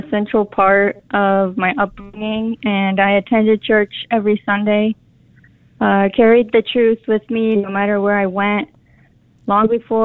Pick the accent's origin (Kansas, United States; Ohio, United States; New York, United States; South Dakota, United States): New York, United States; Webster; Webster, New York.